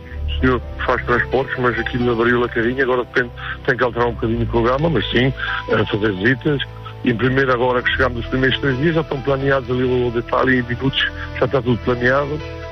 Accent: Ferreira do Zêzere, Santarém, Portugal; Não, é sou natural, sou de Ferreira dos Ezer Dornos, mas a minha esposa é que é daqui desta terra.

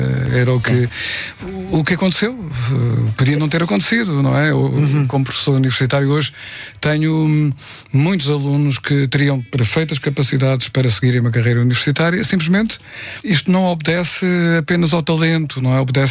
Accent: Setúbal, Portugal; Corresponde de Setúbal, a minha cidade natal.

